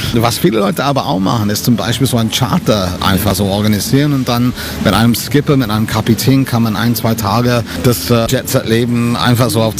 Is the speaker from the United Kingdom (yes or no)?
yes; England, United Kingdom; born there; German is a second language; moved away; also born or lived in Mallorca; Genau, ich bin gebürtiger Engländer.